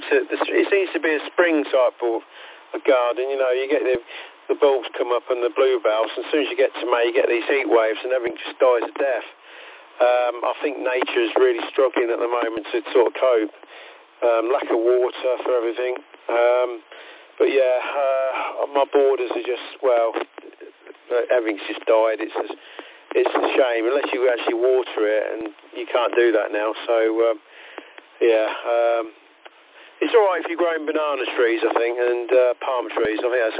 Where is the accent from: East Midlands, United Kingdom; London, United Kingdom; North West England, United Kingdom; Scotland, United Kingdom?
East Midlands, United Kingdom; I mean, I'm from originally from Northamptonshire. They moved up to Lincolnshire.